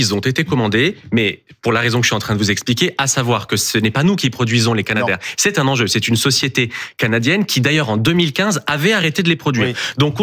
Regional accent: Montpellier, Occitanie, France; Moi je viens de l'Hérault à Montpellier

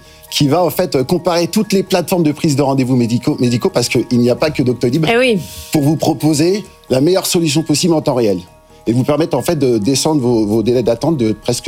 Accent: Lyon, Auvergne-Rhône-Alpes, France

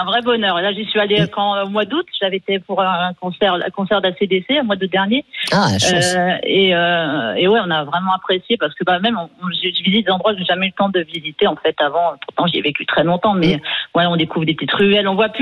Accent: Paris, Île-de-France, France; moved away as an adult; Moi, je suis native de Paris. Donc, d'accord. J'ai vécu à peu près 37 ans. Je suis partie il y a une dizaine d'années.

